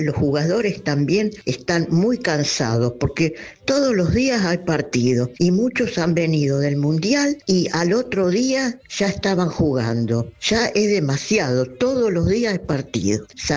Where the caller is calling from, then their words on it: La Plata, Buenos Aires Province, Argentina; de La Plata